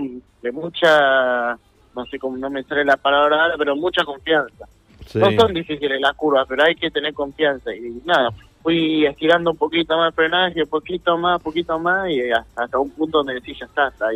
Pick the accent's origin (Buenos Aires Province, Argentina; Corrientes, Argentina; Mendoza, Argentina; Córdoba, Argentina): Buenos Aires Province, Argentina; Pilar; yo soy de Pilar, Buenos Aires.